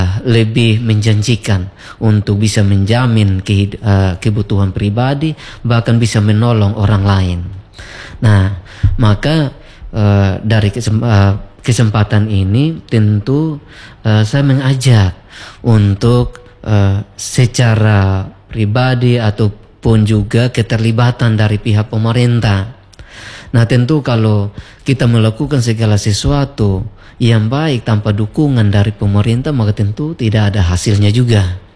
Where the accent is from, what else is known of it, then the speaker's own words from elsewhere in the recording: Rote, East Nusa Tenggara, Indonesia; yang ada di Rote khususnya ya di daerah saya sendiri